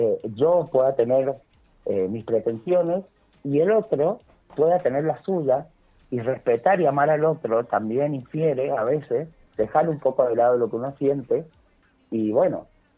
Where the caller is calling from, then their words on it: Las Heras, Argentina; Las Heras, les hablo.